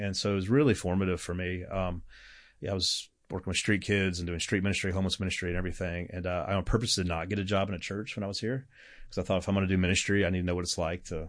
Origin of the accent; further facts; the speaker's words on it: the South, United States; even though it's the South, I'm from the South, I'm going to see this as a missionary.